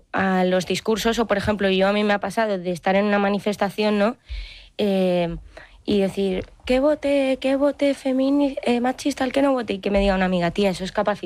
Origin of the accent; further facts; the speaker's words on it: Madrid, Community of Madrid, Spain; yo también que soy de Madrid y el feminismo pues en 2019-2018 era una locura